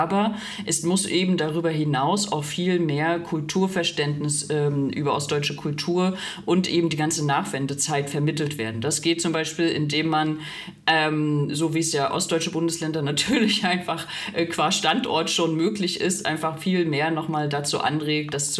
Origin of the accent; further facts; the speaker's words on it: Rostock, Mecklenburg-Vorpommern, Germany; ich bin in Rostock groß geworden